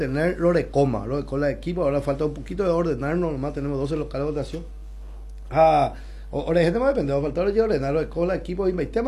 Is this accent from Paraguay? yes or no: yes; Paraguay